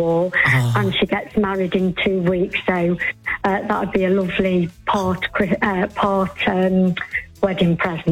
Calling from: Stafford, West Midlands, United Kingdom; I'm in Stafford.

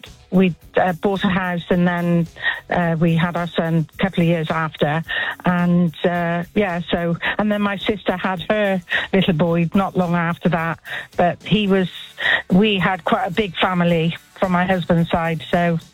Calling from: South West England, United Kingdom; we're from Gloucestershire

